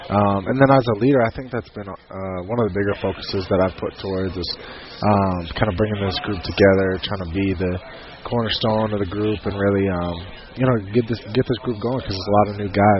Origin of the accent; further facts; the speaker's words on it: Lawrence, Kansas, United States; Yeah, you know, that was a hard one for me growing up in Lawrence